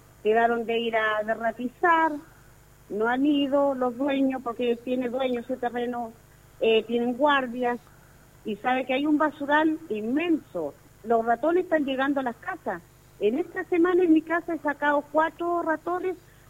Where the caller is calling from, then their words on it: Chile; yo lo llamo de La Peña 2.